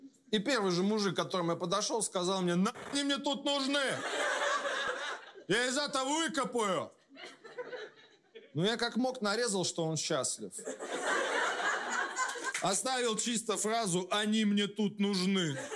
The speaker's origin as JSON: {"language": "Russian", "town": "Kursk", "region": "Kursk Oblast", "country": "Russia", "moved": "yes", "said": "Я из Курска. Часто в него езжу."}